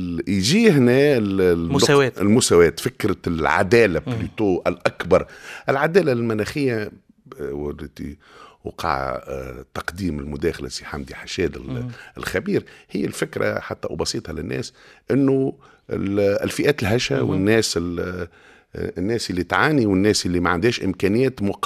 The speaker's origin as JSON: {"language": "Arabic", "town": "Le Kef", "region": "Kef Governorate", "country": "Tunisia", "said": "هذيك بلادنا وهذيك حومتنا وذاك موطأ معناها القدم وهذاك مسقط الرأس"}